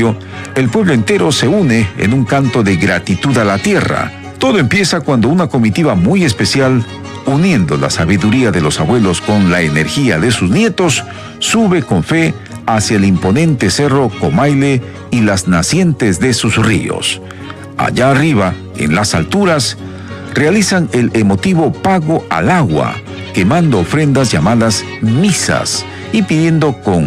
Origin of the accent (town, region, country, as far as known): Peru